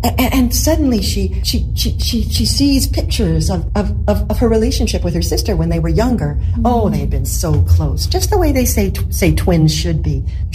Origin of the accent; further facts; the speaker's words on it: British Columbia, Canada; I'm from Vancouver Island, Canada, which is, you have to take a ferry from Vancouver.